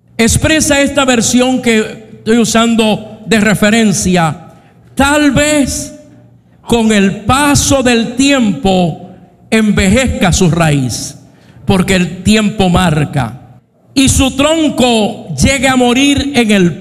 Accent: Puerto Rico; first language Spanish; decidí nacer en Puerto Rico. Por gracia, por misericordia, pues somos puertorriqueños del Caribe y nuestro idioma principal es el español.

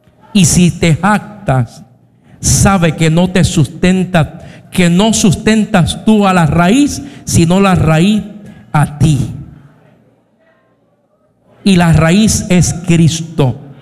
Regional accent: Puerto Rico; Yo me voy para mi desierto o mis valles en mi tierra, Puerto Rico.

